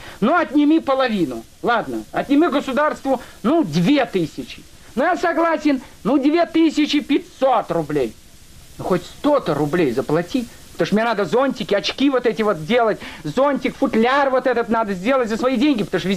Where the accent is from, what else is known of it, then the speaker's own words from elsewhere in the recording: Russia; Как уехать из этой страны? Но я-то русский, я не еврей.